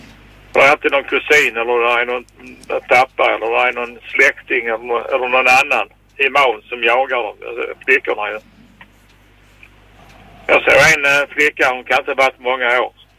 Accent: Sweden; born there; Så det är rent tur, Kalle, att vi är födda i Sverige, du och jag och alla andra.

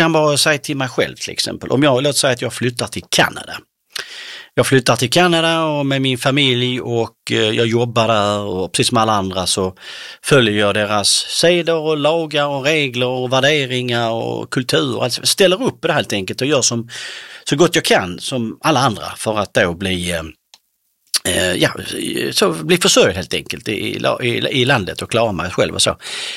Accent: Sweden; Utan jag hade varit där och bott där, varit en del av samhället, men i hjärta och själ så hade jag ändå alltid varit svensk.

